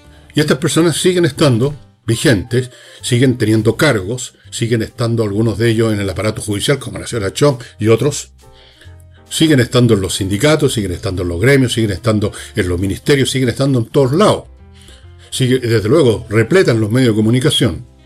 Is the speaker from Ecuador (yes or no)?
no; Chile